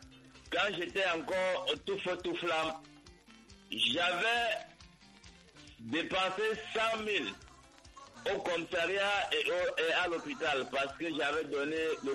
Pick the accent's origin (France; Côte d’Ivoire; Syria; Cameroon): Cameroon; moi, en tant que Camerounais, je les guette.